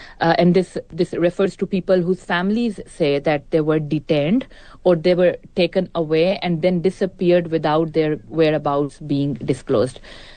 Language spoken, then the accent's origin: English; Pakistan; I am a Pakistani national, but I work with the BBC